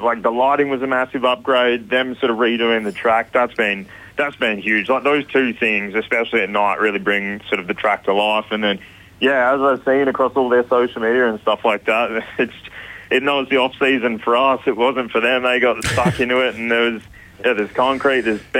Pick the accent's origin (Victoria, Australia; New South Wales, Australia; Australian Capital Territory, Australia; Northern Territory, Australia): Victoria, Australia; Mildura; Yeah, and growing up in Mildura, I was always fortunate for that.